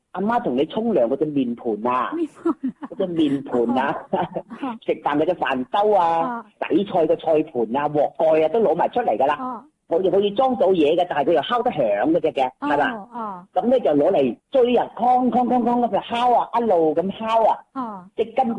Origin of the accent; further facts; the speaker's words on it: Yangchun, Guangdong, China; now in Shenzhen, China; 我家乡系阳江阳春人。